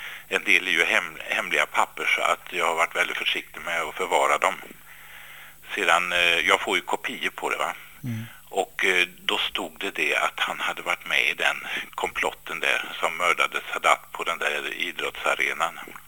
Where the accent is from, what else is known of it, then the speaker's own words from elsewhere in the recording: Värmland, Sweden; born there; Nej, Jag är född i Värmland. Min pappa är dansk och min mamma kom från Partille.